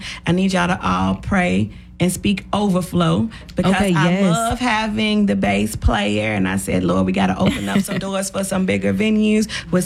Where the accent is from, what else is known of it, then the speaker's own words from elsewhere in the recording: England, United Kingdom; because you know me, I'm an English person.